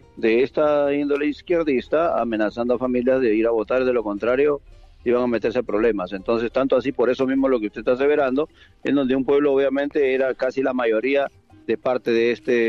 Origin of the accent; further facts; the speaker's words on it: Peru; now in United States; déjame tocar el punto como peruano, obviamente en Estados Unidos.